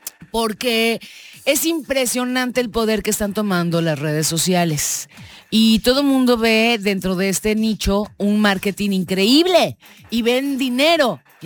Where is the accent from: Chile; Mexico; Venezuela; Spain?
Mexico; Yo estoy dando seguimiento a varias cosas, porque soy mexicana. A mí sí me interesa lo que mi país haga, deshaga.